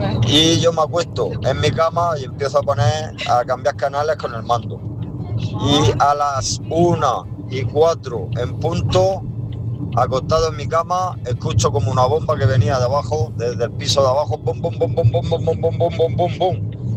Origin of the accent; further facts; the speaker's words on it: Murcia, Region of Murcia, Spain; Vengo de Murcia. Hemos venido... dos matrimonios, mi cuñado y mi mujer y yo, a pasar el fin de semana aquí a Granada.